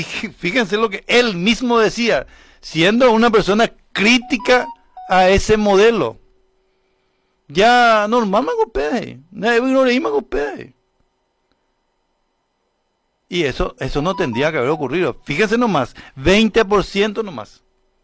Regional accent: Paraguay

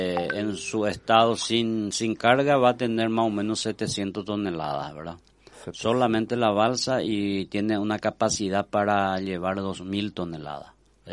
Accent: Maracayú, Canindeyú, Paraguay; seguir trabajando como maracayuense

